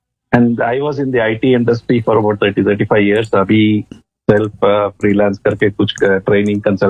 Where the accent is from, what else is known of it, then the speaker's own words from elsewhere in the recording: Bangalore, Karnataka, India; बैंगलोर, मैं आपका Bangalorean, born in Bangalore, made up in, made in Bangalore, retired in Bangalore. हालांकि मैं मलयाली हूँ, so being in Bangalore you get to be multilingual, सभी भाषा जानता हूँ।